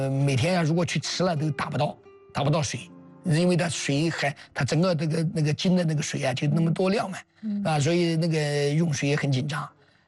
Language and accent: Chinese; Anhui, China; 我们因为当时山南的那个军红军司令是我们安徽人，嗯，安徽人了。